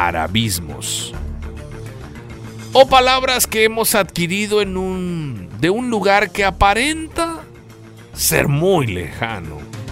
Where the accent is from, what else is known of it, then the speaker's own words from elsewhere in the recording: Mexico; Nosotros como mexicanos utilizamos muchas palabras.